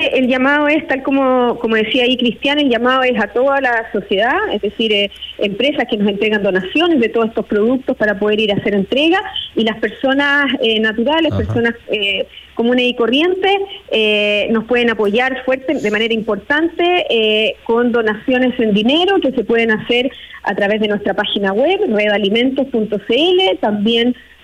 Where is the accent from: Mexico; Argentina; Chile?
Chile; Aquí afectados todos como todos los chilenos